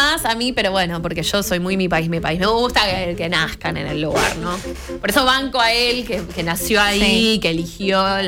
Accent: Argentina; acá somos todos argentinos, en esta mesa

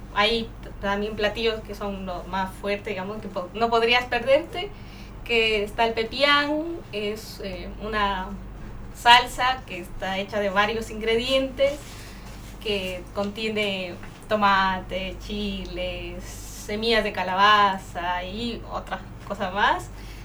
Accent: Guatemala; yo soy de Guatemala, buenas tardes.

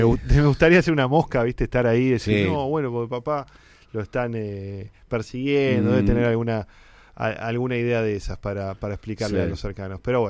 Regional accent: Quilmes, Buenos Aires Province, Argentina; Nosotros somos de Quilmes

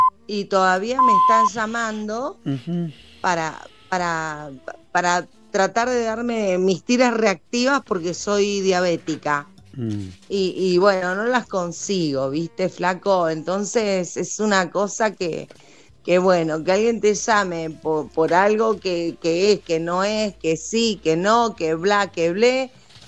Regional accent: Rosario, Santa Fe, Argentina

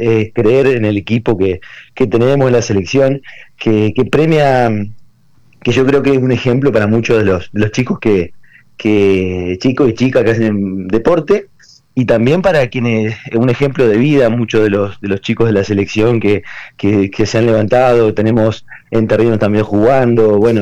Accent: Argentina

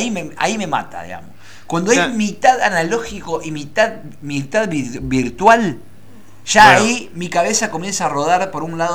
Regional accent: Argentina; por los años que llevo siendo argentino

